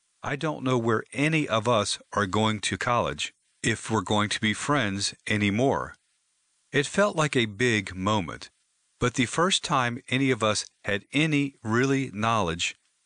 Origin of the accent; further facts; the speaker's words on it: Pacific Northwest, United States; I'm from the Pacific Northwest. We were ahead of the curve on a lot of that stuff in the 80s and 90s.